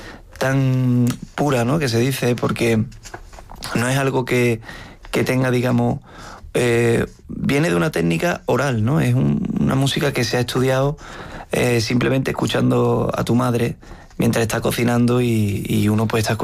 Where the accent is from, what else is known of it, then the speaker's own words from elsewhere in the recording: Utrera, Andalusia, Spain; Yo no me voy a imaginar que en Los Ángeles, Las Vegas, va a salir nominado este disco dedicado a mi tierra.